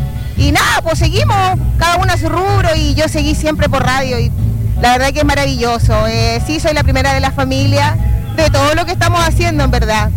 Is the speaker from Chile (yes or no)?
yes; Chillepín, Coquimbo, Chile; now in Coquimbo, Chile; Chillepín, yo vengo de Chillepín.